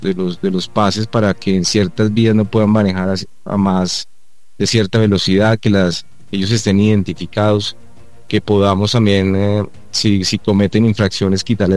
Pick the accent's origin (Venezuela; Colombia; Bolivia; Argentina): Colombia; Bogotá; Yo soy bogotano y vivo en Bogotá, sí, señor.